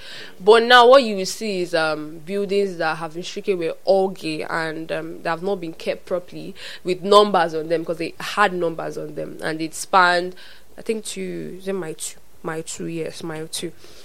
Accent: Nigeria

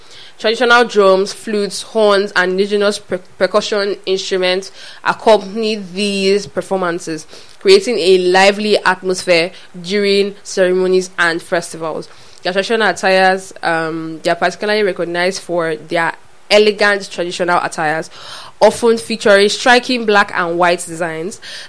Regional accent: Cross River, Nigeria; I'm from Cross River State. I was like, okay, Calabar girl. I said, yes, I'm an Ife girl.

